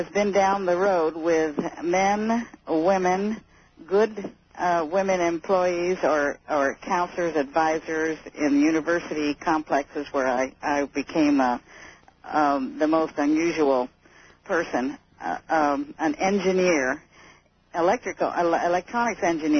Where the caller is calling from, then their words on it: Pahrump, Nevada, United States; also born or lived in Honolulu, Hawaii; from Pahrump.